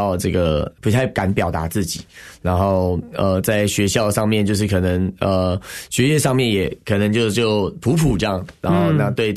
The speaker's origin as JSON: {"language": "Chinese", "region": "Hsinchu", "country": "Taiwan", "tie": "born there", "said": "我是出生在新竹，那我的父母就是比较传统的客家人啊，然后但是我们的家庭的背景就是传统信仰这样子的。"}